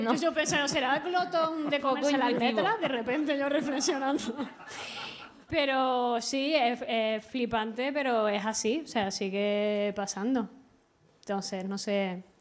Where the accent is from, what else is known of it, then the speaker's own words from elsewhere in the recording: Andalusia, Spain; no, soy de izquierdas y no lo parece, pero soy andaluza.